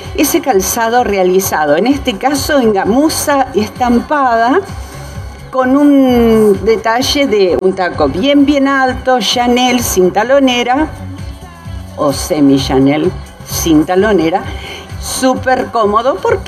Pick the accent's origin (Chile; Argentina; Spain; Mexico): Argentina